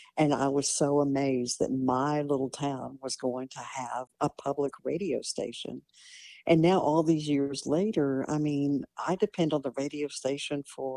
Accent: Marfa, Texas, United States; I was born and raised in Marfa.

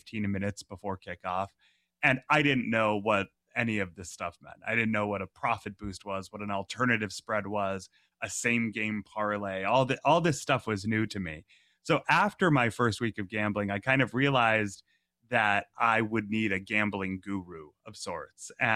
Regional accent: Massachusetts, United States; born or raised there

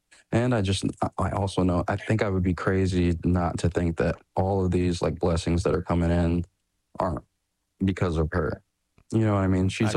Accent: Texas, United States; It's a big part of why I was so afraid of being myself growing up, because it's just like, yeah, we're not as... We tend to not be as open-minded as other places.

